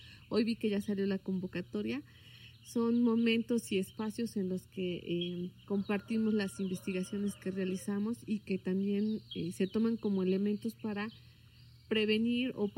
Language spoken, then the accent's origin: Spanish; Mexico; yo soy también de la Sierra Norte, allá llueve bastante.